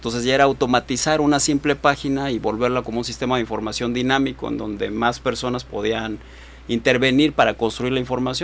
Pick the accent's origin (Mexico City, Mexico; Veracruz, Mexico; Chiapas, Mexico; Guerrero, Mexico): Guerrero, Mexico; Acapulco; yo tengo 47 años, soy originario de Acapulco.